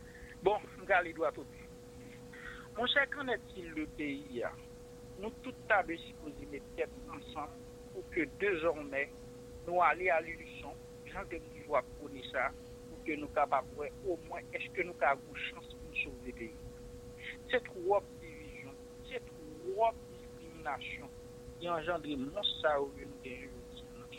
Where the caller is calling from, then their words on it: Haiti; moi-même, ça fait fierté en tant qu'Haïtien.